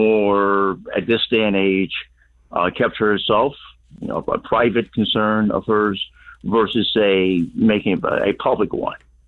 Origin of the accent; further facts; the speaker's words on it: the South, United States; now in San Diego, United States; I say this to you as a 64-year-old black man from the South